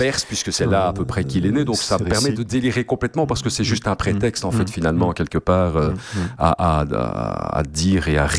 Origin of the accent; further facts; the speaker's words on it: Belgium; je suis un Belge totalement affirmé.